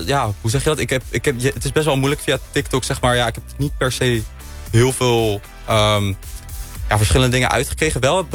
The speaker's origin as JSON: {"language": "Dutch", "town": "Leimuiden", "region": "South Holland", "country": "Netherlands", "said": "Ik kom uit Leimuiden. Dat niet te verwarren met IJmuiden. Maar het is gewoon een klein dorpje. Het ligt een beetje boven Alphen aan de Rijn onder Schiphol."}